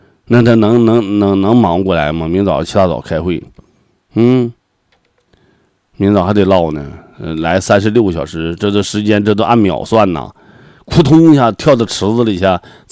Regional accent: Northeast China, China; 我们东北人的热情

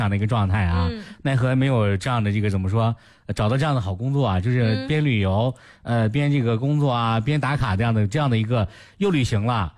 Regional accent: Shanxi, China; 作为山西人来说，就是很恋家。

